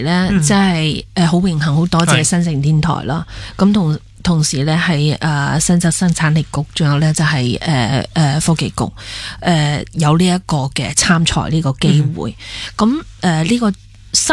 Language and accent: Cantonese; Hong Kong; 我哋作为香港人